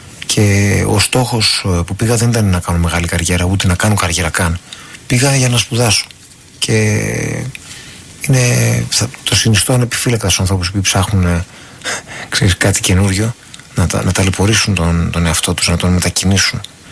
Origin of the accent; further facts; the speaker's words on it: Athens, Attica, Greece; also born or lived in New York; Αθηναίος είμαι, αλλά με ξεκίνησε τόσο ωραία να νιώσω κι εγώ ότι δεν είμαι παιδί της πόλης και ότι έχω ένα κομμάτι, μια καρδιά στην Καλοσκόπη Φωκίδας, που είναι ο τόπος μου. Από εκεί είμαι.